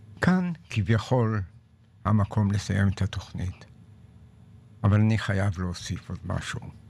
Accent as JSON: {"language": "Hebrew", "town": "Jerusalem", "region": "Jerusalem District", "country": "Israel", "tie": "born there", "said": "כילד במצור בירושלים"}